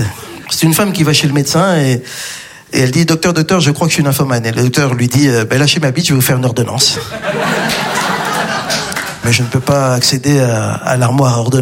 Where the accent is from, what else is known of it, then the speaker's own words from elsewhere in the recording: DR Congo; Je peux aller très loin avec cette blague. Je peux parce que je suis congolais.